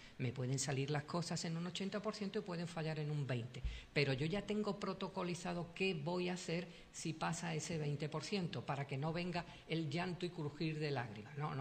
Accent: Andalusia, Spain; soy andaluz y también no, me gustaría estar en una terraza.

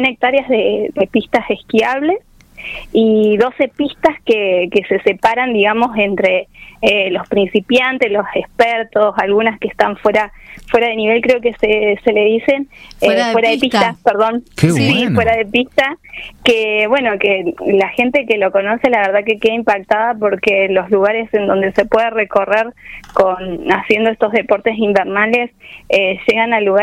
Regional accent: Río Turbio, Santa Cruz, Argentina; un orgullo para mí representar también mi pueblito, mi pueblo, mi ciudad

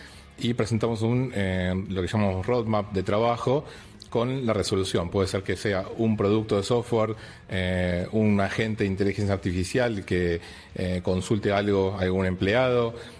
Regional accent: Buenos Aires, Argentina; soy ingeniero industrial de Buenos Aires.

